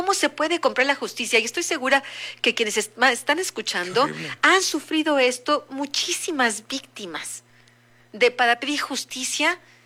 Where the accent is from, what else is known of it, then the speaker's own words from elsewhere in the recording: Mexico; también qué parte jugamos como mexicanos, el sí, consumo de drogas